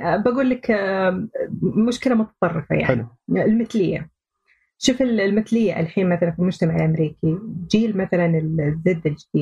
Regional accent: Saudi Arabia; now in United States; بينما عندنا في السعودية

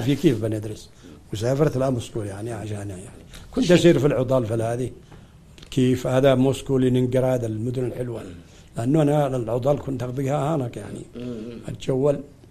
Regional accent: Yemen; also born or lived in Kyiv

